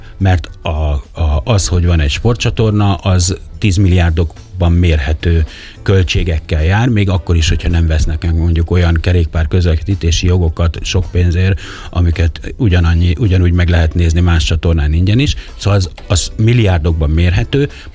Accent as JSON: {"language": "Hungarian", "town": "Pécs", "region": "Baranya", "country": "Hungary", "moved": "yes", "lives_now": "Budapest, Hungary", "said": "pécsi vagyok"}